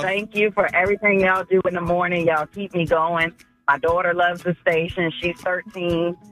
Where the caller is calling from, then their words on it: Annapolis, Maryland, United States; I'm from Annapolis, so that's what we deal with.